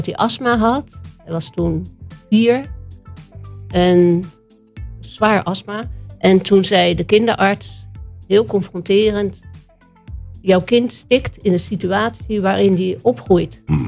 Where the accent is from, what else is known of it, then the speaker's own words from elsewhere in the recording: Leiden, South Holland, Netherlands; Ik kom uit Leiden, geboren en getogen.